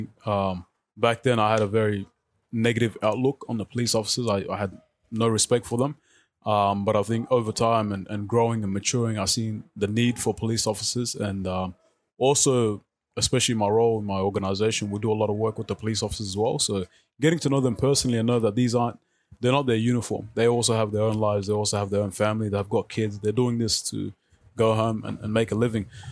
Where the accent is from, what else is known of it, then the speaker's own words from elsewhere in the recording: South Sudan; moved away; I come from South Sudan